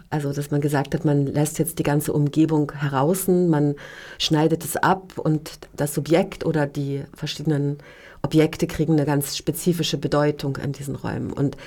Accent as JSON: {"language": "German", "region": "Lower Saxony", "country": "Germany", "said": "Ich komme aus so einer merkwürdig hybriden Stadt, die eigentlich auch eine nationalsozialistische Gründung war, wo Erz gefunden wurde, die dann später als Hermann-Göring-Stadt versucht wurde, umzubenennen"}